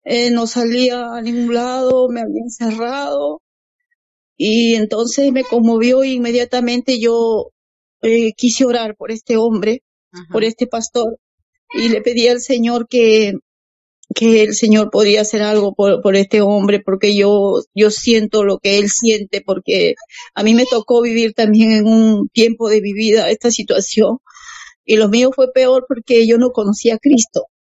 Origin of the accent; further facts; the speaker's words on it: Lima, Peru; moved away as an adult; now in Tacna, Peru; yo soy de Lima, uh-huh. Aquí de Perú, uh-huh. aquí de Perú, pero yo ahora hace 7 años radico en Tacna.